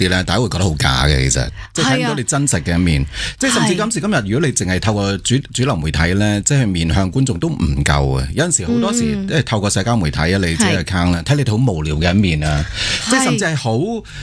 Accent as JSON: {"language": "Cantonese", "country": "Hong Kong", "tie": "born or raised there", "said": "我哋香港就有即系譬如话我系来自殖民地成长啦"}